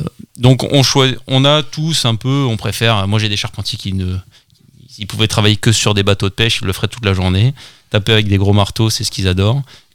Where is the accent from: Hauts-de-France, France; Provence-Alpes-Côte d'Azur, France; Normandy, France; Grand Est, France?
Grand Est, France; Geispolsheim; moved away as an adult; also born or lived in Strasbourg; now in Le Bono, France; j'ai grandi à Geispolsheim en Alsace, qui est jumelé avec Séné.